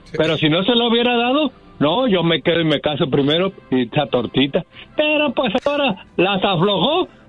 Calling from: Las Vegas, Nevada, United States; De Las Vegas, Nevada, señor Flaco y su pandilla.

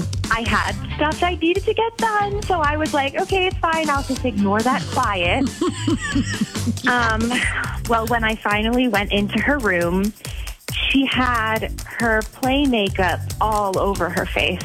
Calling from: Madison, Wisconsin, United States; I'm from Madison

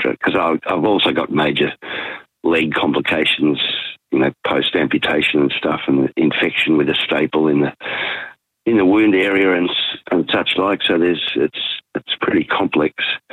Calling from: Canberra, Australian Capital Territory, Australia; I'm from Canberra.

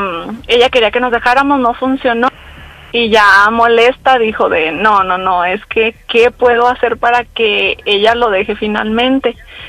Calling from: Tonalá, Jalisco, Mexico; soy de Tonalá, Jalisco.

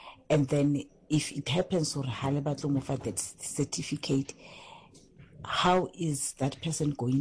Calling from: Katlehong, Gauteng, South Africa; I'm from Katlehong.

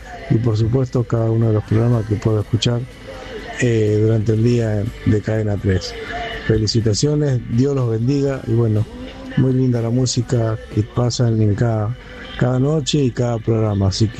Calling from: Intendente Alvear, La Pampa, Argentina; soy de Intendente Alvear, provincia de La Pampa.

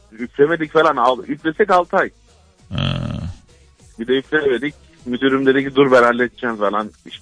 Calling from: Istanbul, Turkey; İstanbul'dan abi

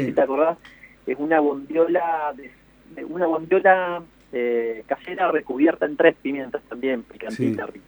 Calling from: Mendoza, Argentina

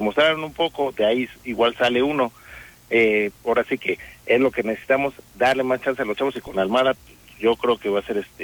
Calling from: Mexico City, Mexico; De aquí de Iztapalapa para el mundo.

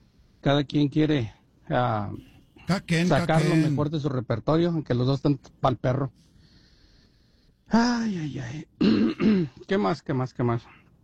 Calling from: San Jose, California, United States

